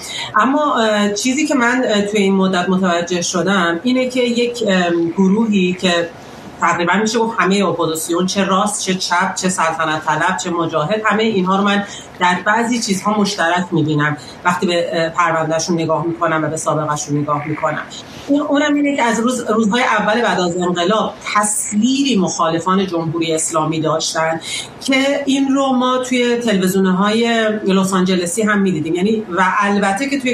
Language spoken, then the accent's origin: Persian; Iran; born there; moved away; ما تو همون ساختار ایدئولوژیک بزرگ شدیم، ما کشتی گرفتیم، جنگیدیم واسه زنده بودن تو اون کشور جنگیدیم.